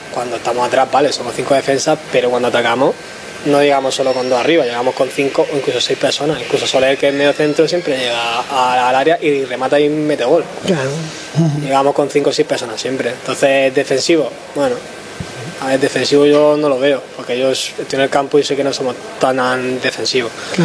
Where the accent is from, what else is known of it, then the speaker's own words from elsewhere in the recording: Murcia, Region of Murcia, Spain; Yo también soy bastante murciano